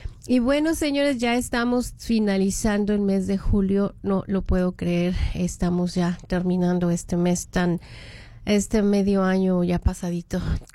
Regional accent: Mexico City, Mexico

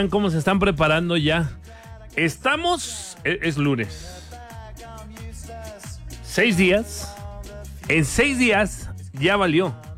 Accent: Mexico; Somos mexicanos, soy mexicano

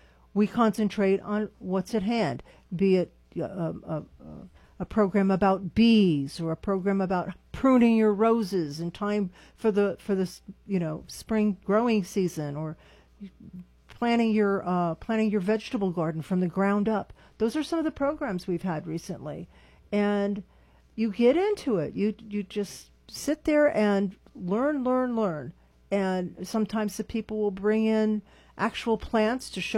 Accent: Redwood City, California, United States; Yes, from Redwood City.

